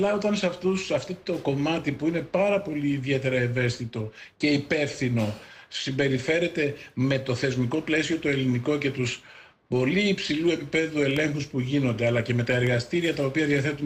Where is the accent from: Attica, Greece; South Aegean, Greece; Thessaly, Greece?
Attica, Greece; Piraeus; Όταν ένας φίλος με τον οποίο μεγαλώσαμε μαζί εδώ στον Πειραιά